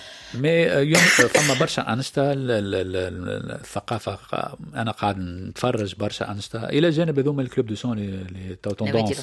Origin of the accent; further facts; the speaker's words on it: Tunis, Tunis Governorate, Tunisia; moved away as an adult; now in Sfax, Tunisia; أنا صفاقس عندي فيها توا، عندي فيها مدة، أنا مانيش صفاقسي، أنا مدرس غادي وعشت توا نعيش غادي وقاعد والحمد لله يعني نحاول نوفق ما بين تونس ودار أمي وصفاقس داري